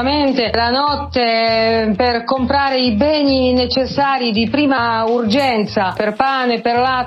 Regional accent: Poland; Italian is a second language; now in San Felice Circeo, Italy; In mio paese natale, in Polonia

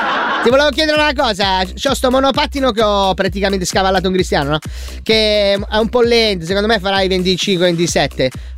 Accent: Milan, Lombardy, Italy; Io sono originario di Milano, però sono a Roma per affari.

